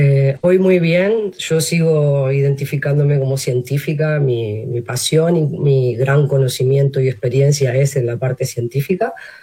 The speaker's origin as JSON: {"language": "Spanish", "country": "Argentina", "also_born_or_lived": "Sweden / Denmark / Switzerland", "moved": "as an adult", "said": "yo soy originalmente de Argentina, pero ya hace 14 años vine a especializarme a Europa, estudié en Suecia, en Dinamarca y por último hice mi doctorado en Suiza"}